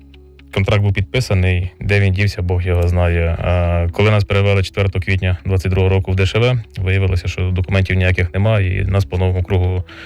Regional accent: Tulchyn, Vinnytsia Oblast, Ukraine; also born or lived in Kyiv / Lviv; now in Vinnytsia, Ukraine; я родом з міста Тульчина, і до того там кілька разів був в школі на екскурсіях, вчився в Києві, потім переїхав до Львова жити. Ну, а приїхав в Вінницю, відкрив клініку.

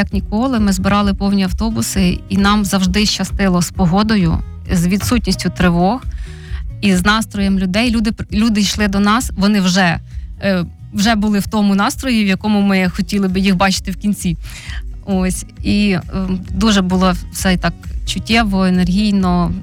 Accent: Vinnytsia, Vinnytsia Oblast, Ukraine; Я не корінна, але свідоме своє життя, ну це з першого класу, я вже живу в Вінниці.

